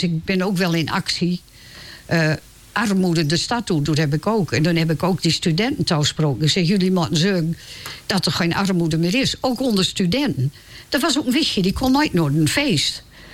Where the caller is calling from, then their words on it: Groningen, Netherlands; Maar ik ben een Groninger en ik hoor van dat Groningen land hoor.